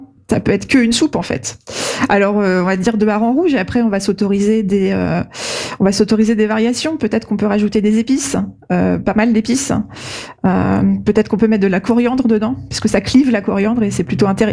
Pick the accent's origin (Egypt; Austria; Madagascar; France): France; Caen, Normandy; born there; au Salon du Livre de Caen, qui est ma ville natale.